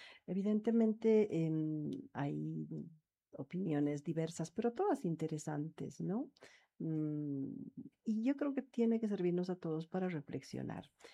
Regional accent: Bolivia; muy pocos, pero todos somos bolivianos. Entonces hay que construir un país entre todos juntos.

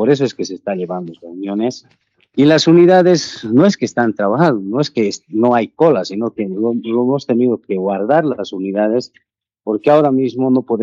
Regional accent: Cochabamba, Bolivia; Yo soy cochabambino

